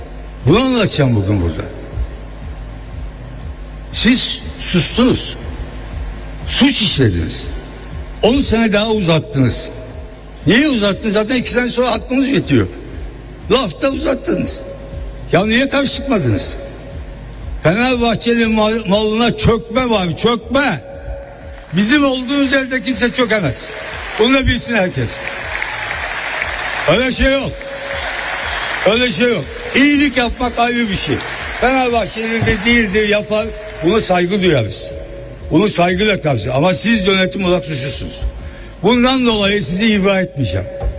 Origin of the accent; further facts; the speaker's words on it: Ergani, Diyarbakır Province, Turkey; born there; Ben Diyarbakır ve Ergana kasasında doğdum